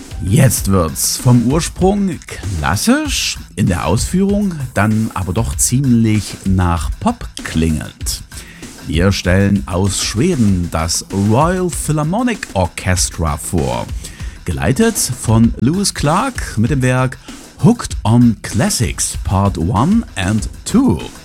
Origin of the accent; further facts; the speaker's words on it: Halle, Saxony-Anhalt, Germany; als Hallenser sehr erfreut über